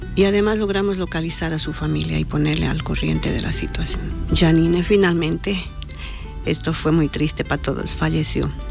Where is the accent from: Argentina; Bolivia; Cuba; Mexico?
Bolivia; moved away as an adult; now in Jaén, Spain; soy presidenta de la Asociación de Bolivianos en Jaén. Mi cargo en Bolivia era secretaria ejecutiva. Llevo aquí 24 años en Jaén